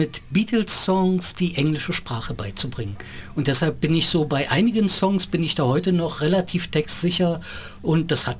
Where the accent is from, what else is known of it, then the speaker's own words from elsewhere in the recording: East Germany, Germany; ich bin ja im Osten aufgewachsen.